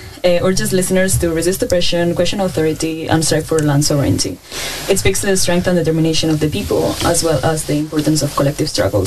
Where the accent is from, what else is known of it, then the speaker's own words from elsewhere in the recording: Barcelona, Catalonia, Spain; moved away; I grew up in Barcelona